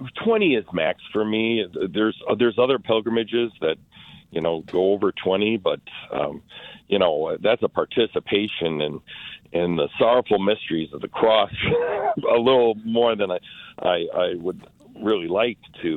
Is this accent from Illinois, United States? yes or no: no; Wisconsin, United States; And I thought to myself, hey, I'm from Wisconsin.